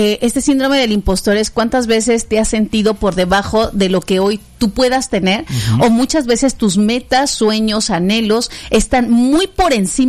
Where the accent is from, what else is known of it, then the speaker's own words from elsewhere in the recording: State of Mexico, Mexico; born there; moved away as an adult; now in Comitán, Mexico; Yo nací en el Estado de México, egresada de la Metropolitana en la Ciudad de México